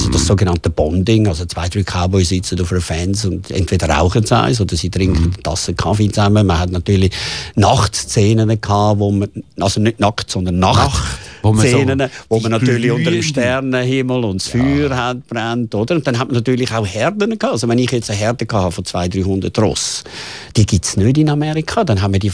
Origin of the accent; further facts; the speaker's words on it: Switzerland; wir als Schweizer